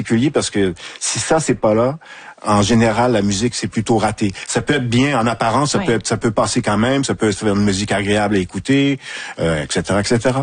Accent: Saguenay, Quebec, Canada; born or raised there

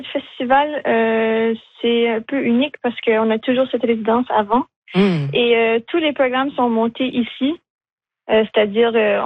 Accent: Edmundston, New Brunswick, Canada; born there; moi je suis née à Edmundston, mais j'ai pas toujours grandi là, j'ai déménagé.

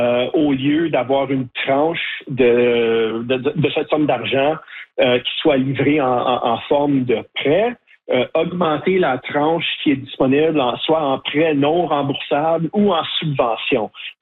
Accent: Sudbury, Ontario, Canada; born there; je suis né à Sudbury et ma mère est originaire de Mattawa, dans le nord de l'Ontario.

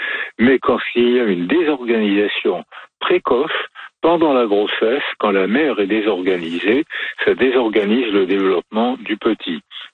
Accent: France; born there; moi je suis né en France, donc je parlais français sans accent, et je crois que mon père devait avoir gardé un accent polonais

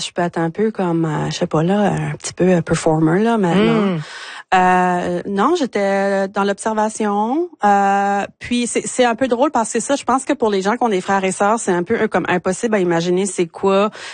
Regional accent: Caraquet, New Brunswick, Canada; also born or lived in Moncton; Fait que c'est toujours difficile quand les gens me demandent d'où je viens parce que je suis née à Moncton. Et de l'âge de 5 à 16 ans, j'étais à Caraquet.

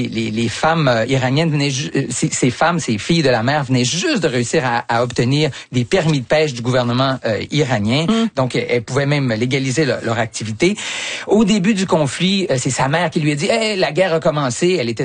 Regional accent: Canada

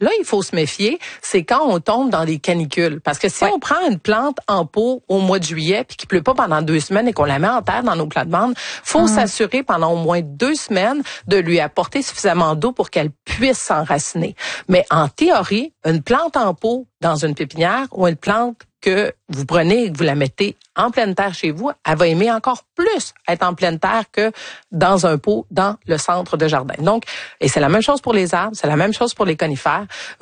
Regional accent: Quebec, Canada

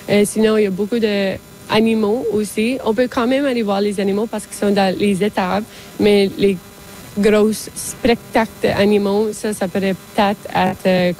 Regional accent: Acadia, Canada; Alors, je pense que c'est vraiment important de se souvenir qu'on est acadienne, notre culture est acadienne.

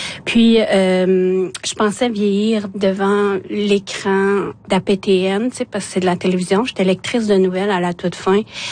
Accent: Canada; first language Inuktitut; French is a second language; moi qui parle l'inuit, ma langue maternelle c'est l'inuit

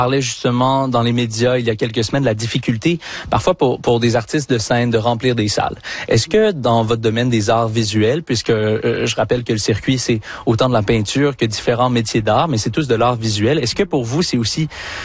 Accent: Magog, Quebec, Canada; même si je suis natif de Magog, ici dans la région, c'est la première fois que j'essaye le circuit.

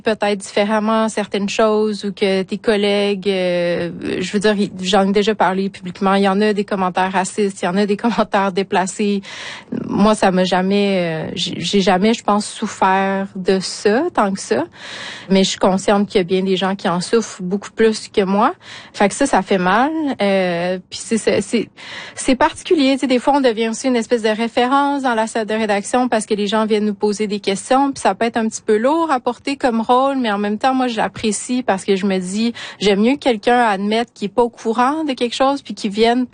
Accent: Quebec City, Quebec, Canada; j'ai grandi à Québec, donc hors communauté.

